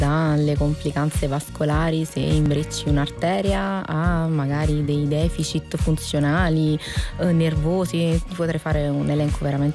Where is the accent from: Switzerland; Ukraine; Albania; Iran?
Switzerland; Tu sai bene, perché io sono svizzera